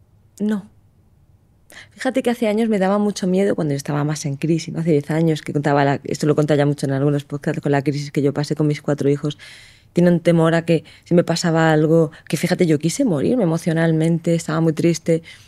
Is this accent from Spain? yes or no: yes; Lorca, Region of Murcia, Spain; also born or lived in Águilas; yo nací en Águilas y criada en Lorca.